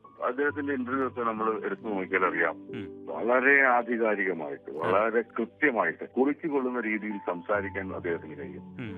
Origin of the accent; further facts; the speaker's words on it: Ernakulam, Kerala, India; എറണാകുളത്ത് ഞാൻ ജനിച്ചു വളർന്ന ആ സ്ഥലത്തുള്ള